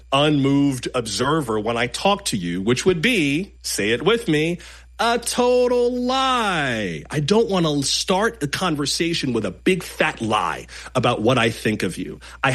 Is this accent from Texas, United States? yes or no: no; Florida, United States; I grew up in South Florida, so I know from this.